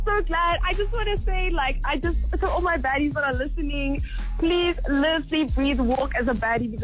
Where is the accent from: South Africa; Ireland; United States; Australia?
South Africa; Cape Town, Western Cape; born there; now in Johannesburg, South Africa; Yes, I was born in Cape Town, but I am living in Joburg right now, and I teach dancing here in Joburg, yes.